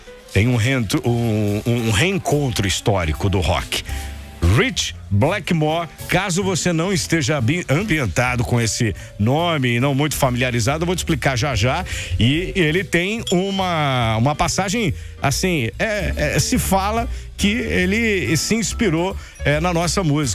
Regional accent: Brazil

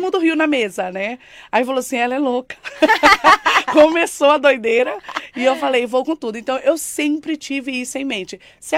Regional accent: Guarulhos, São Paulo, Brazil; born there; also born or lived in Itabaianinha, Sergipe; Não, a gente é de Guarulhos. Guarulhos.

